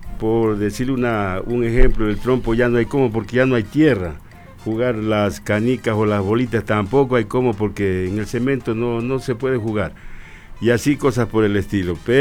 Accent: Machala, El Oro, Ecuador; now in Quito, Ecuador; yo soy nacido aquí en Quito, pero me crié en Machala.

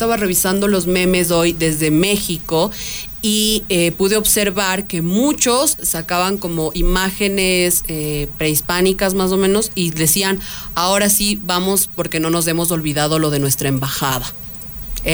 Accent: Ecuador; los ecuatorianos hemos crecido en medio de la cumbia a todo volumen

